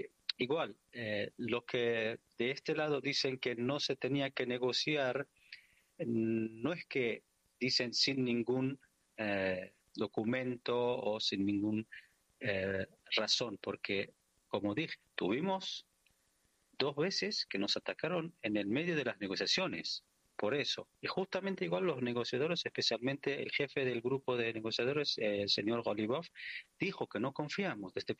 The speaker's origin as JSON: {"language": "Spanish", "country": "Iran"}